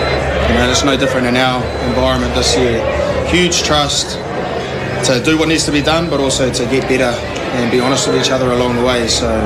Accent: Taranaki, New Zealand; We grew up in Taranaki, as everyone knows, which was part of the Hurricanes region until year 13, where we switched.

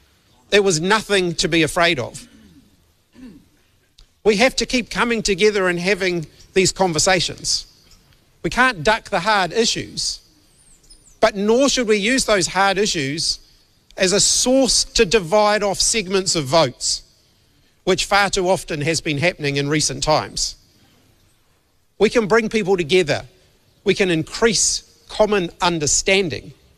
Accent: New Zealand

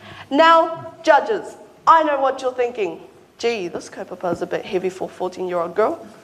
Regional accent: Kaikohe, Northland, New Zealand; my hometown of Kaikohe.

